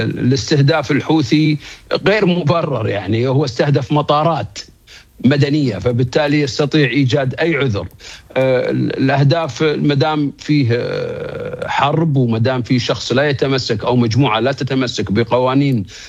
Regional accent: Kuwait; عندنا في الكويت

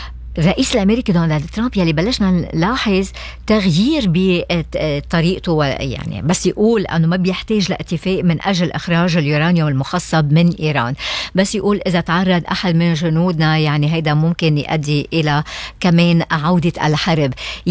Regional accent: Lebanon

